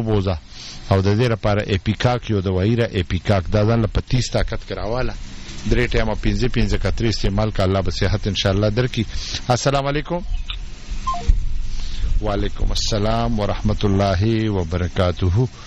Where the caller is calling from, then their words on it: Peshawar, Khyber Pakhtunkhwa, Pakistan; زه د پېښور نه … يم